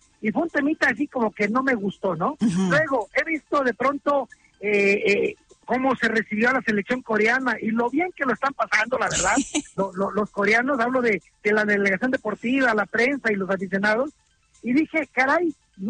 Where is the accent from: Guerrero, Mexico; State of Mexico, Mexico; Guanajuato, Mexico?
Guerrero, Mexico; Acapulco; born there; now in Mexico City, Mexico; Soy chilango de adopción, nací en Acapulco, Guerrero, pero tengo muchos años viviendo en la Ciudad de México